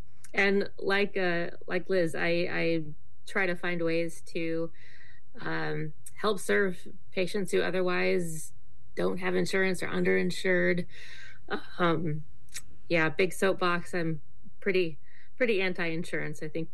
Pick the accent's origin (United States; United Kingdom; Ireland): United States; Anchorage, Alaska; I grew up in Anchorage without insurance